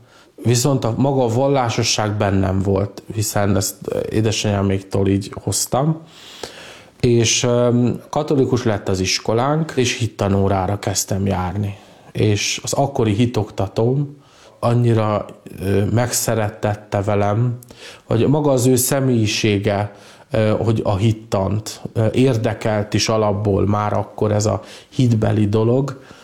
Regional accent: Kecel, Bács-Kiskun, Hungary; born there; moved away as an adult; also born or lived in Szeged; én óvodás voltam még. Édesanyám nagyon nehezen háromunkat nevelt, Kecerre költöztünk, egy tanyára, ahol nem volt se víz, se villany. Tanya után költöztünk bejjebb, de még akkor is Kecernek az utolsó utcájába, szóval nem egy nagy távot ugrottunk

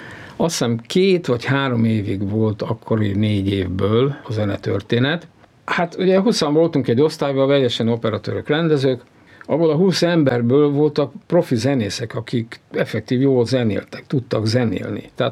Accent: Hungary; amikor megtudta, hogy én magyar vagyok

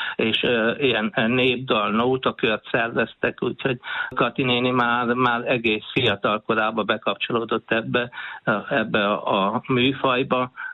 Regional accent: Hungary; born there; Túl kevén születtem, és itt kezdődött.

